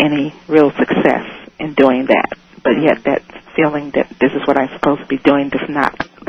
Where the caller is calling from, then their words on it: Chicago, Illinois, United States; I'm calling from WLS in Chicago.